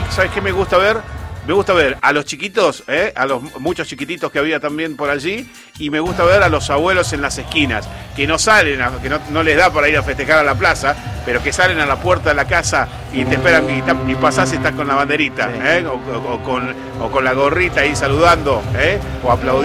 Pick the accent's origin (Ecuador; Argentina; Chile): Argentina; Si somos todos argentinos.